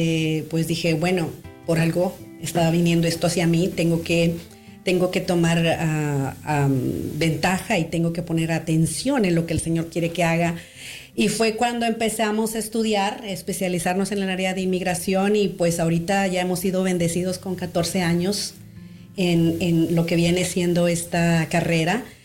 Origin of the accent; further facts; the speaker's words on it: Mexico; moved away as an adult; now in United States; pues yo soy abogada mexicana, llego a Estados Unidos y pues llega el momento en que decimos